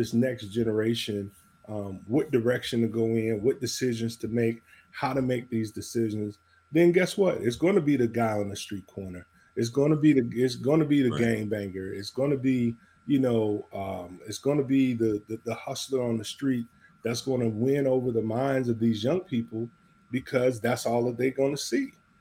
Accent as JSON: {"language": "English", "town": "Chicago", "region": "Illinois", "country": "United States", "tie": "born or raised there", "also_born_or_lived": "Gary, Indiana", "said": "I grew up in Jeffrey Manor on the south side of Chicago. I lived in Gary for a number of years as a kid. We moved around a lot."}